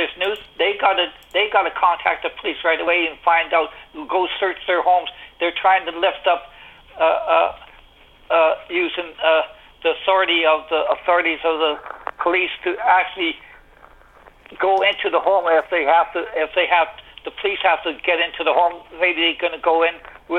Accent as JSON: {"language": "English", "town": "Calgary", "region": "Alberta", "country": "Canada", "tie": "born there", "said": "I have relatives in Alberta, and I was born in Calgary, so I really love my home province in Alberta. I love my province, but this is my adopted home in Newfoundland now."}